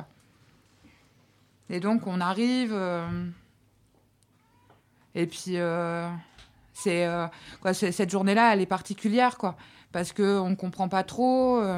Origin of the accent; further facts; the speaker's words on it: Amiens, Hauts-de-France, France; moi, je suis amiénoise.